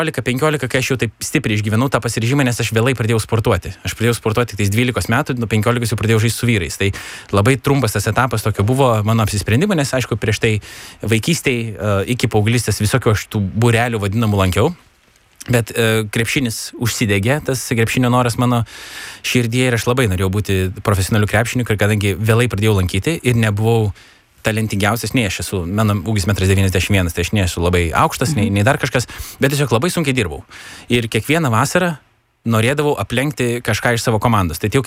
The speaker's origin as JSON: {"language": "Lithuanian", "town": "Mažeikiai", "region": "Telšiai County", "country": "Lithuania", "tie": "born or raised there", "said": "aš augdamas Mažeikiuose, kur yra mano gimtinė"}